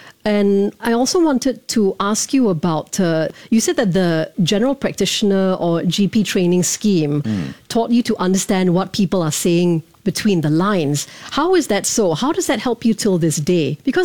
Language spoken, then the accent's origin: English; Singapore; for me as a Singaporean